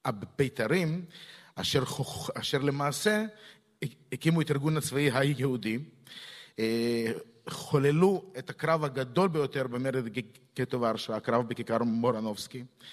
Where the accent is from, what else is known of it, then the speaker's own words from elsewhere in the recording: Odesa, Odesa Oblast, Ukraine; now in Israel; אני גדלתי באודסה, זאת אומרת, הנופים של חמשתם הם תבנית נוף מולדתי איפשהו.